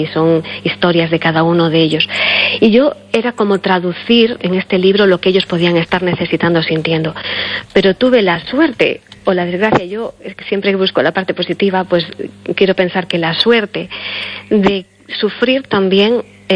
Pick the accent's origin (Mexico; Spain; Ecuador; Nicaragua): Spain; Galicia